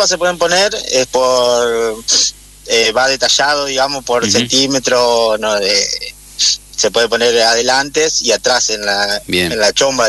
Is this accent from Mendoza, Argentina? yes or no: no; Paraná, Entre Ríos, Argentina; born there; now in Victoria, Argentina; Estoy hace 11, 12 años acá en Victoria.